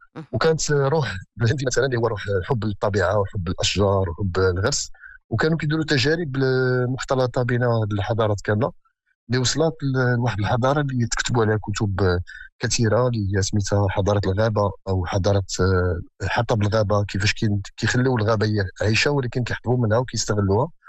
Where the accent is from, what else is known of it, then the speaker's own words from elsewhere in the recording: Morocco; وكان هذا السيستم هذا كان قديم عندنا في المغرب